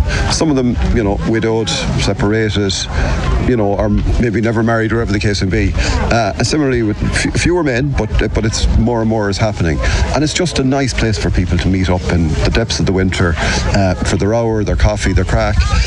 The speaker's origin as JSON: {"language": "English", "town": "Westport", "region": "Connacht", "country": "Ireland", "said": "while I'm from Westford, I still have a great fondness for Castlebar and other towns around."}